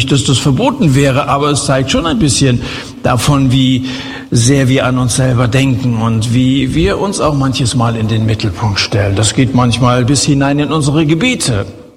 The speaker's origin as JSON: {"language": "German", "region": "Hesse", "country": "Germany"}